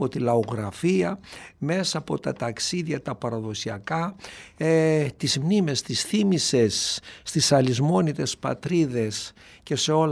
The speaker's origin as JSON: {"language": "Greek", "country": "Greece", "said": "το να είμαστε υπερήφανοι για την καταγωγή μας ως Έλληνες"}